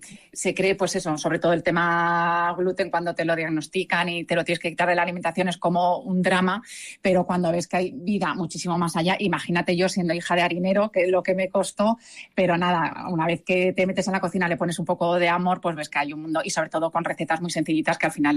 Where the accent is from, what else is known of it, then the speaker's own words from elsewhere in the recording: Castilla-La Mancha, Spain; Pues mira, sí, yo es mi pueblo, me he criado ahí y al final creo que la mayor herencia que me han dejado mis padres es ser de pueblo